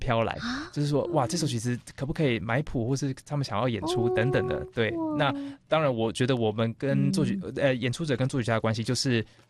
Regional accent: Taiwan; moved away

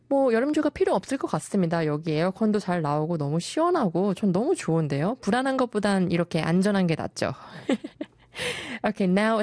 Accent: New Zealand; moved away; I grew up in a country that's filled with good nature. I grew up in New Zealand

